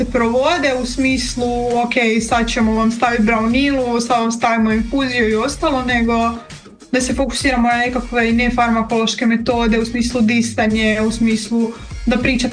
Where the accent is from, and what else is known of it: Croatia